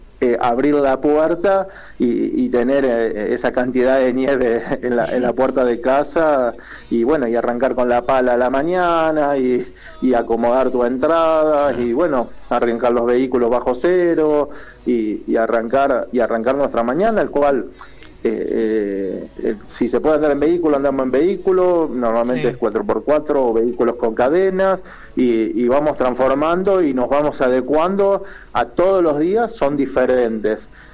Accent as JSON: {"language": "Spanish", "town": "San Francisco", "region": "Córdoba", "country": "Argentina", "tie": "born or raised there", "moved": "as an adult", "lives_now": "Caviahue, Argentina", "said": "yo ya hace casi 30 años vivo acá, yo soy muy cerquita de ustedes, soy cordobés, soy de San Francisco, Córdoba, nacido y criado, y bueno, un día llegué a este lugar hace casi 30 años"}